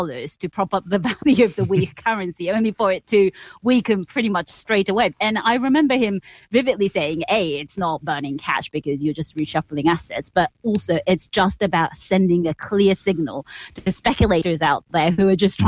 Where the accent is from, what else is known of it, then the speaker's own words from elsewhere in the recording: Japan; for listeners out there who want to visit my home country, it's great for you because everything is so cheap.